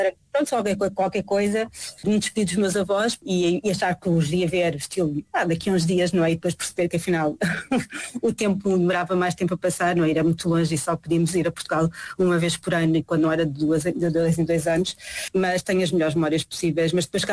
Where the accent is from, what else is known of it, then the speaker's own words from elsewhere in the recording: Macau; enquanto vivi tantos anos em Macau e apesar de ter crescido lá e ser, na realidade, o local onde eu cresci e tenho uma relação muito próxima